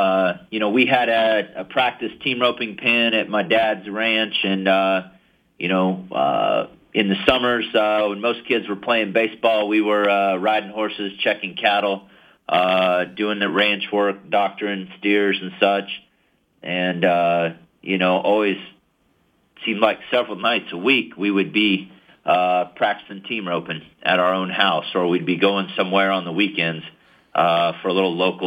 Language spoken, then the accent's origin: English; United States; I grew up in Washington County. You know, a number of my family lives there.